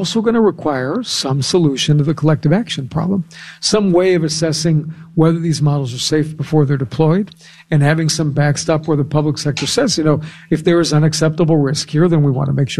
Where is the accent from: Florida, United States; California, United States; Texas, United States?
California, United States; So in my home state of California in the early 1970s